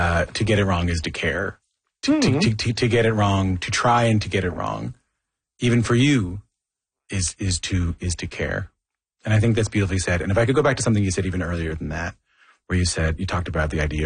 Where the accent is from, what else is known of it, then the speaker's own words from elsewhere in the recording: St. John's, Newfoundland and Labrador, Canada; when I was growing up in St. John's